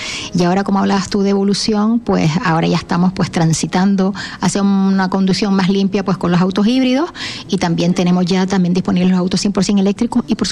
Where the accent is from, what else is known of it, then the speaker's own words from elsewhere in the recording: Canary Islands, Spain; now in Chile; sabes que yo soy de las Islas Canarias, en España